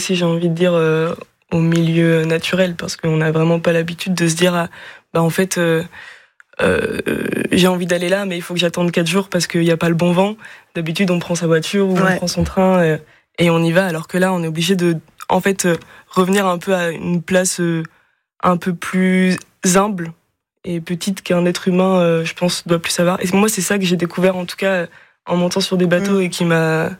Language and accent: French; Brittany, France; j'ai quand même grandi en Bretagne